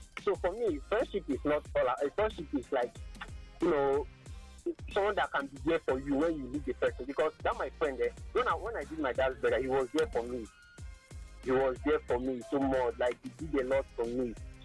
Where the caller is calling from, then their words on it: Abuja, Federal Capital Territory, Nigeria; I'm calling from Abuja